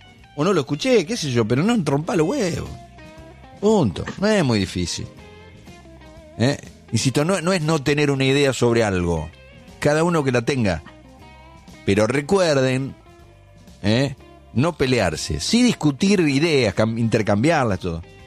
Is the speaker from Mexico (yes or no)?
no; Argentina; Y nos hacen acordar quiénes somos, porque el argentino es así, es resiliente.